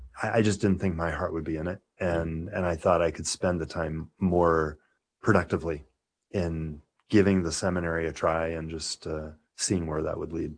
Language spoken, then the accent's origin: English; Nebraska, United States; also born or lived in Lincoln, Nebraska; Because I grew up in the Archdiocese of Omaha.